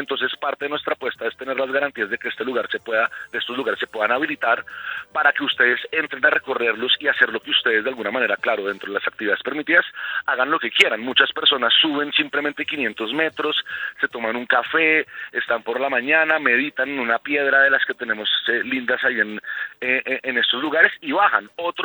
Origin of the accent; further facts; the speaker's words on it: Bogotá, Colombia; podamos en verdad identificarnos como bogotanos, colombianos